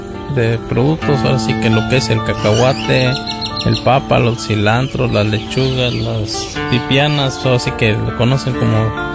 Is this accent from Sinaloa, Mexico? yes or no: no; San Bartolo Tutotepec, Hidalgo, Mexico; also born or lived in El Casío; No, nativo ahí del Encinal.